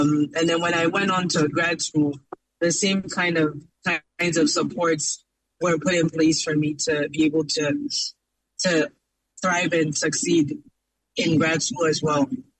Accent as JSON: {"language": "English", "town": "Kumasi", "region": "Ashanti", "country": "Ghana", "tie": "born or raised there", "said": "So my education started in Ghana. I was raised in Kumasi."}